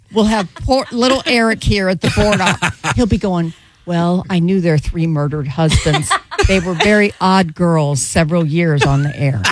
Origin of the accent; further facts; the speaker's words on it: St. Louis, Missouri, United States; now in Tampa, United States; I was from St. Louis